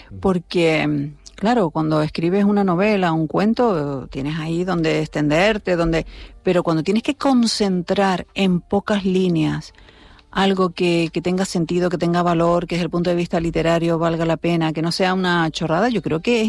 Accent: Canary Islands, Spain

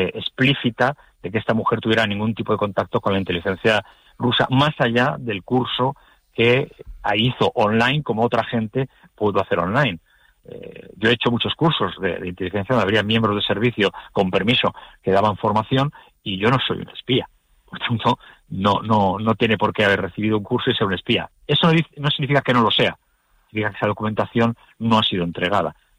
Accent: Canary Islands, Spain; yo también soy canario, también lo soy.

